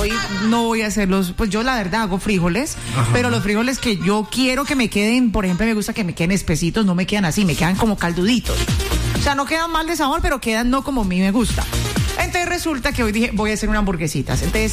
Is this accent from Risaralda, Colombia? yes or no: no; Cali, Valle del Cauca, Colombia; Soy una mala caleña.